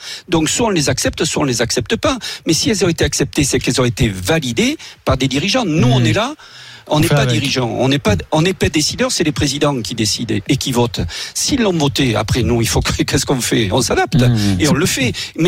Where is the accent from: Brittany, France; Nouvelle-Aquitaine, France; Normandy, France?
Nouvelle-Aquitaine, France; Oui, voilà, Laurent, je suis bien du Périgord. Merci. Et bien un vrai Périgourdin.